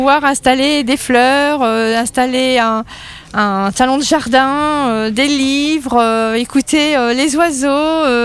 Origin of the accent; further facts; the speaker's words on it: Auvergne-Rhône-Alpes, France; now in Val de Sioule, France; Oui, alors je suis originaire de Vic.